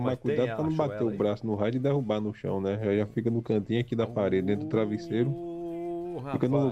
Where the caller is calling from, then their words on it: Santana, Bahia, Brazil; tô falando aqui de Santana.